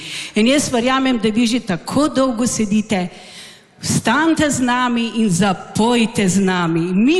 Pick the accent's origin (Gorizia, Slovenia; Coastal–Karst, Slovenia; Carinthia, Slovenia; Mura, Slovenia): Carinthia, Slovenia; prihajamo z Koroške